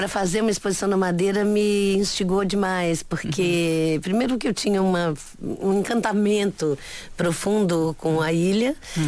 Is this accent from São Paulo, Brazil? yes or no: no; Minas Gerais, Brazil; born there; Eu, como uma boa mineira, eu nascida em Minas Gerais